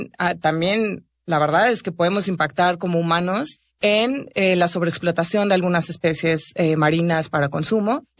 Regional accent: Mexico

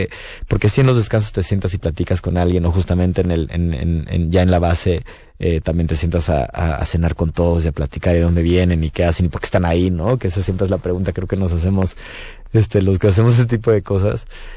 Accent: Mexico; ¡Mexicano, ¿verdad? Y yo, mexicano, tengo el acento tan fuerte, ¿verdad?

